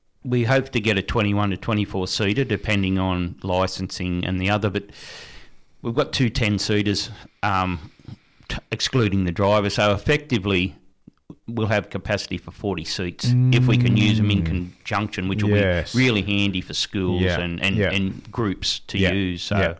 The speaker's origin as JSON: {"language": "English", "town": "Dungog", "region": "New South Wales", "country": "Australia", "tie": "born or raised there", "said": "I'm born and bred in Dungog"}